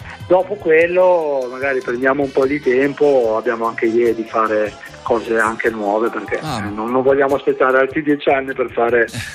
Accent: Liguria, Italy

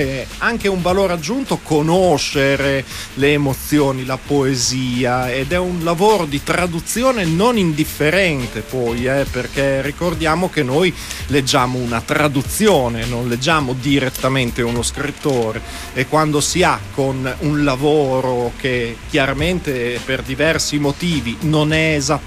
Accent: Russia; Italian is a second language; anche per me che sono russa, le sue poesie è veramente difficile.

